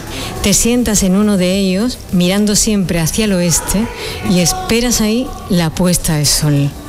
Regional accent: Aracena, Andalusia, Spain; mi pueblo

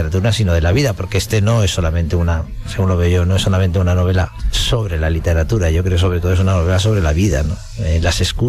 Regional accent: La Palma del Condado, Andalusia, Spain; moved away; also born or lived in Zaragoza; Yo me retiré aquí, evidentemente, porque soy andaluz, soy de La Palma del Condado, y porque aquí está parte de mi memoria, ¿no? De mi infancia

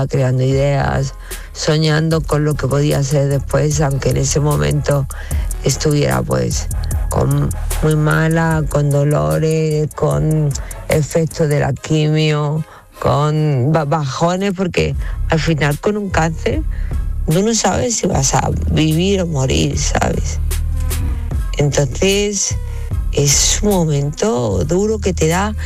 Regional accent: Spain; Digo, no, pues soy española.

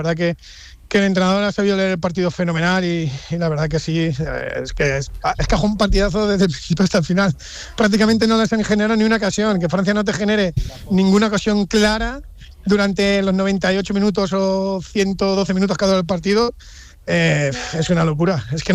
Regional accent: Spain; Y yo, ante todo, soy súper español.

